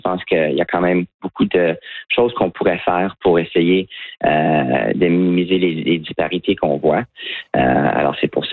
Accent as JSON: {"language": "French", "town": "Ottawa", "region": "Ontario", "country": "Canada", "tie": "born or raised there", "said": "Oui, mais moi, j'ai grandi à Ottawa, puis j'ai fait la plupart de mes études en français, incluant dans le programme de médecine à Ottawa en français."}